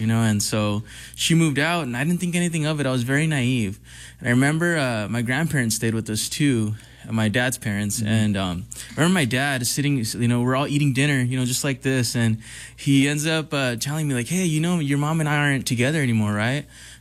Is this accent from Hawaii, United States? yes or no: no; South El Monte, California, United States; My mother was born here. So they met and they had me at 15. You know, my dad was 20, mom was 15. So very young parents. And I grew up in the city of Almonte, South Almonte